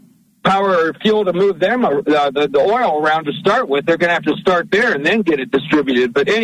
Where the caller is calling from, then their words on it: Washington, United States; up here in Washington State.